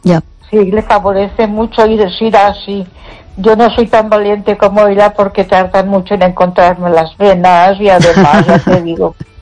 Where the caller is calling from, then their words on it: Ponferrada, Castile and León, Spain; Soy … de Ponferrada